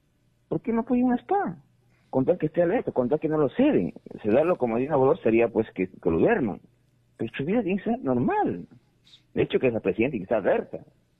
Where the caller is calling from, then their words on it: Lima, Peru; de Lima, siempre escuchando Radio Onda Popular.